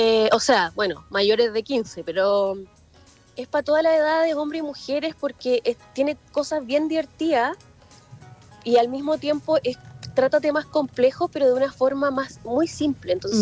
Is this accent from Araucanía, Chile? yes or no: yes; Lautaro, Araucanía, Chile; yo soy de Lautaro y la película relata la historia de Claudina, una mujer de 81 años.